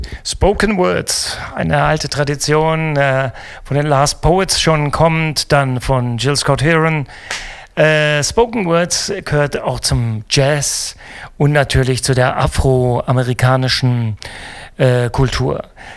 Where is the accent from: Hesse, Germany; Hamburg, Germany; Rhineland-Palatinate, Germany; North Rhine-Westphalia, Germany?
Hesse, Germany; Frankfurt; haben sie in meiner alten Heimat gespielt, in Frankfurt, im Dreikönigskeller